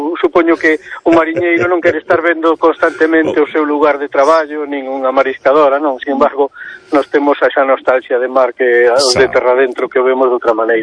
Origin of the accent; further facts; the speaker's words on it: Boiro, Galicia, Spain; pero eu sí que me sinto que hai moito tempo que teño a sensación de que non estou aquí, sino que son de Boiro, que digo.